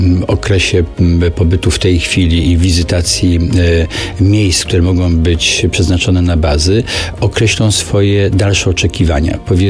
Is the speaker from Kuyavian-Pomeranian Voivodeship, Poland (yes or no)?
no; West Pomeranian Voivodeship, Poland; Ja bardzo optowałem za wariantem szczecińskim, nie tylko dlatego, że pochodzę z tego regionu